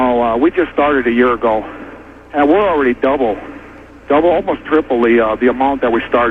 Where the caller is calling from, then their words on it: Minot, North Dakota, United States; from Minot, North Dakota.